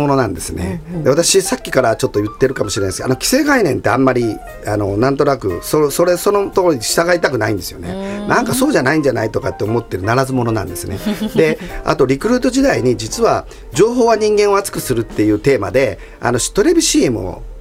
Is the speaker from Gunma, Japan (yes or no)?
no; Osaka, Japan; 私は大阪で生まれ育って、うん、まあ、仕事はあの全国でやってて東京にも事務所があるんですけども、